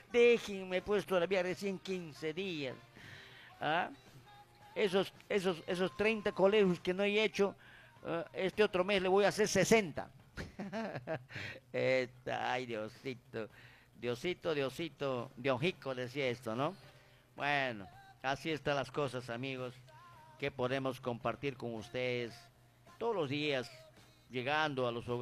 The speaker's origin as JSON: {"language": "Spanish", "country": "Peru", "said": "yo soy peruano"}